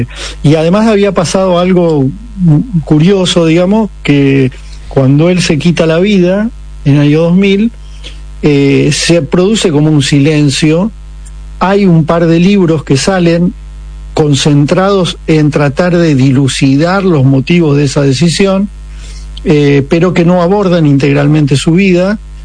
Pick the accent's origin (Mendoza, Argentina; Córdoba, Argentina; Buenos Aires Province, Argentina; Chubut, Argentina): Buenos Aires Province, Argentina; La Plata; yo soy platense